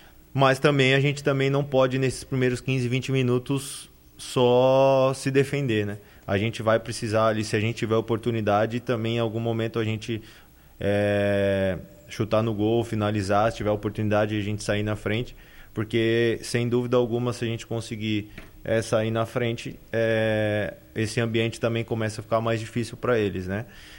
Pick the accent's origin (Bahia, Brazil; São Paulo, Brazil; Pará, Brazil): São Paulo, Brazil; São Bernardo do Campo; now in Santo André, Brazil; Sou de São Paulo, né? Na verdade, sou de São Bernardo, nasci em São Bernardo, mas hoje resido em Santo André.